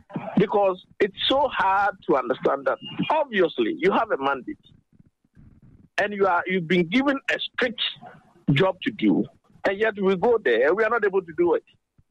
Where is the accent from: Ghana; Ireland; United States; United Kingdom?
Ghana